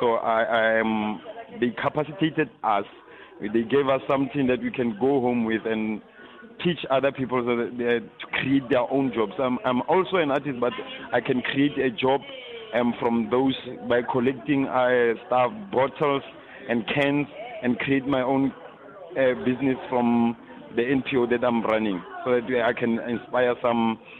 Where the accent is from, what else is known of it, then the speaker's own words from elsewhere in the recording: Koster, North West, South Africa; I come from Koster in Rustenburg Northwest, Bojanala District.